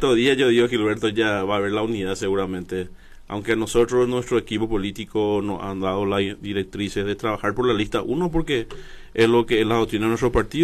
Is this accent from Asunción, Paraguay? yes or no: no; Carapeguá, Paraguarí, Paraguay; un carapegüeño amigo van a tener siempre a su lado.